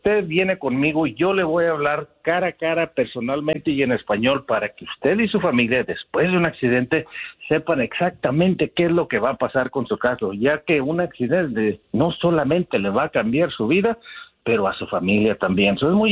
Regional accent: Mexico; born there; Porque yo nací en México, yo conozco los modos de nuestra gente

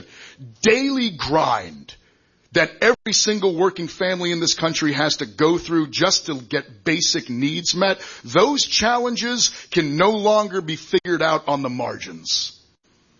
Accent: Blue Hill, Maine, United States; Now, I was born in 1984 in Blue Hill, back when you could do that.

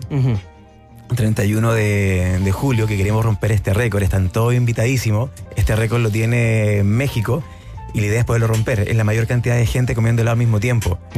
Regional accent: Chile; Así que, como buen chileno, aunque esté lloviendo, vamos a romper este récord

